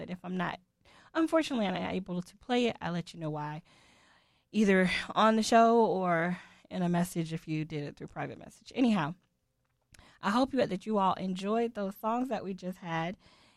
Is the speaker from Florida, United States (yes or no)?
yes; Florida, United States; And I'm from Central Florida.